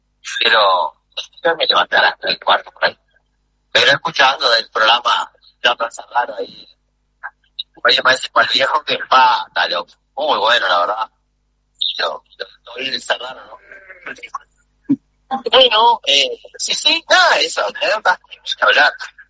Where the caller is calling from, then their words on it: 25 de Agosto, Florida, Uruguay; acá 25 de agosto, las 3 de la mañana.